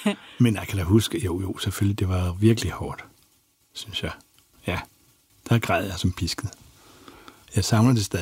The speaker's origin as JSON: {"language": "Danish", "town": "Bornholm", "region": "Capital Region of Denmark", "country": "Denmark", "said": "Så, og jeg var jo bornholmer, og en bornholmsk skuespiller var godt her med"}